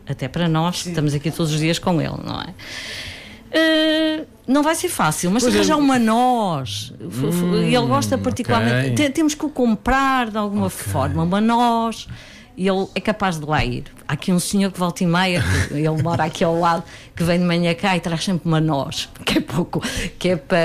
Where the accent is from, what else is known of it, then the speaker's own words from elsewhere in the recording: Portugal; eu sou portuguesa